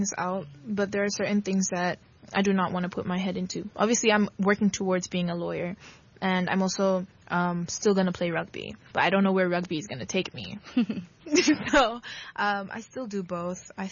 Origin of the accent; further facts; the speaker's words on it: Philippines; So, when they found out that, like, I'm Blasian, they're like, Filipina ka? And I'm like, yeah, you know, like, I'm Filipina.